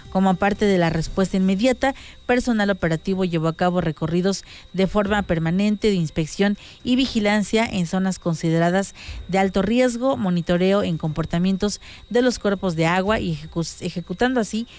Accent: Mexico; Creo que es esa música que nos inspira siempre como mexicanos a sentirnos orgullosos de lo que se vive en las comunidades.

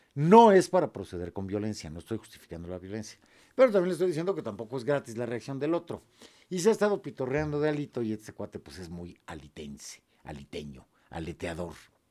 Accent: Mexico; yo soy Pueblo de México, ¿eh? Toco en la guitarra música popular, me gusta la comida popular, y pueblo este país, y trabajo en este país, pago impuestos en este país

